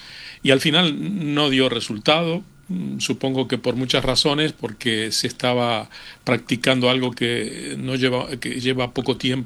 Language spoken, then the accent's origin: Spanish; Uruguay; Lo que nosotros como uruguayos sentimos